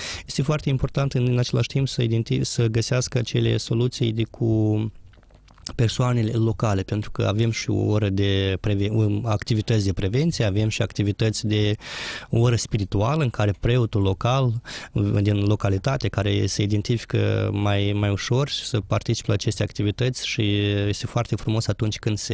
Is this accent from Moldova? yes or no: yes; Moldova